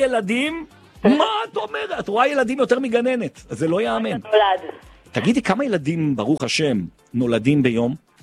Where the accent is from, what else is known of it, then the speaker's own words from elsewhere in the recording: Jerusalem, Jerusalem District, Israel; סתם, זה ממשפט כזה שאני שומע בתור ירושלמי.